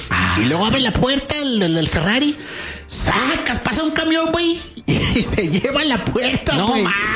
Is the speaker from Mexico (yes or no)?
yes; Mexico; ¡Sabemos, man, somos mexicanos!